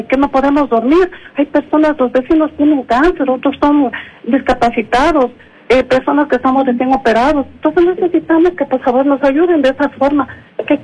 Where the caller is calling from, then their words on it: Quito, Pichincha, Ecuador; Mire, yo vivo en Solanda, en el sector 2 de Solanda.